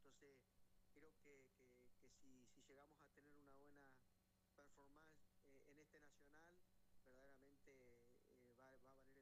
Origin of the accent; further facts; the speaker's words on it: General Acha, La Pampa, Argentina; Yo soy de General Hacha, estoy a 100 kilómetros de capital